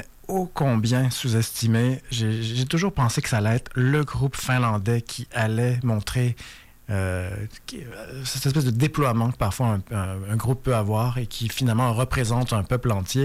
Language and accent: French; Quebec, Canada; si j'ai le malheur, le bonheur, de dire que je suis du Québec, on me parle immédiatement d' … depuis plusieurs mois.